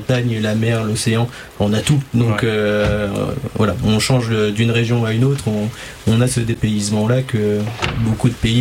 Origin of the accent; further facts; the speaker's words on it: Bar-le-Duc, Grand Est, France; born there; Je suis né à Bar-le-Duc